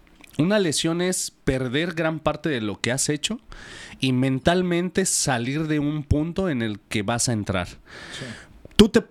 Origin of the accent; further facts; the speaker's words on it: Mexico; Nuestra sociedad como mexicanos